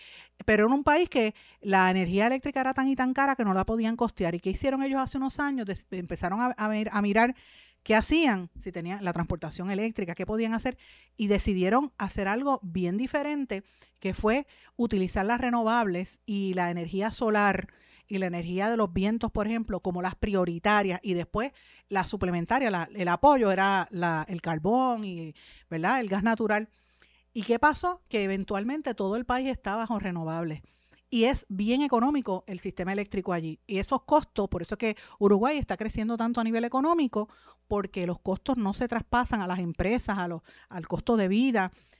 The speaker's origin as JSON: {"language": "Spanish", "town": "Guaynabo", "country": "Puerto Rico", "said": "lo que está pasando en Guaynabo, en mi pueblo de Guaynabo, que nunca había falta de agua."}